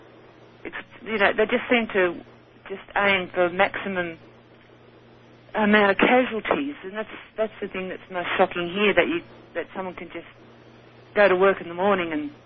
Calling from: Sydney, New South Wales, Australia; I'm calling from Sydney in Australia.

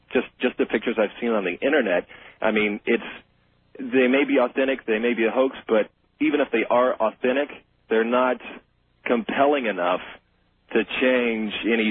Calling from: Bakersfield, California, United States; calling from Bakersfield.

